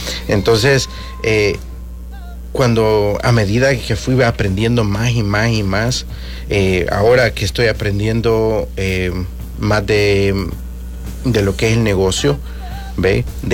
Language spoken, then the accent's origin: Spanish; El Salvador; moved away; vengo de El Salvador.